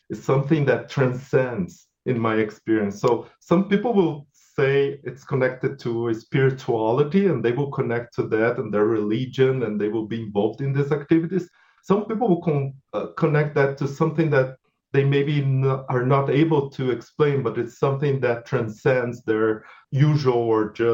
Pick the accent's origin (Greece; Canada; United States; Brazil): Brazil; English is a second language; moved away; And sometimes I remember I came from Brazil.